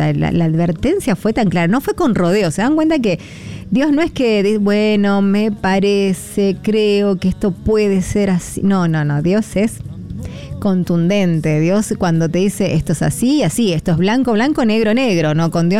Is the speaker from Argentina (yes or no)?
yes; Argentina